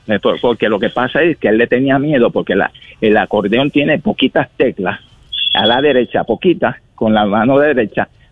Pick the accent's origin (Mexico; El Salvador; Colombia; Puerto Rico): Puerto Rico; San Juan; aunque él no era de Puerta de Tierra, pero Rafi era de Puerta de Tierra, el mismo barrio mío.